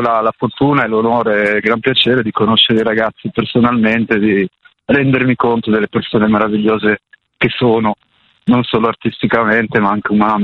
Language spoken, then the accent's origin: Italian; Pietra Ligure, Liguria, Italy; io sono di Pietra Ligure.